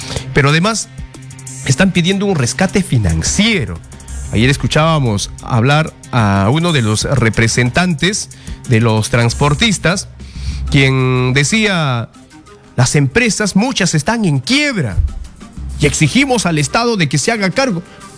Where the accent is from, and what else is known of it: Peru